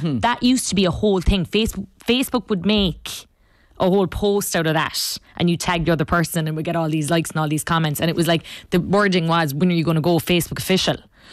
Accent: Munster, Ireland; I'm from Kerry and obviously we played Mayo in the All-Ireland and Mayo beat us

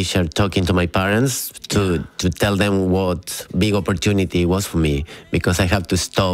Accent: Chile; English is a second language; I'm from Chile.

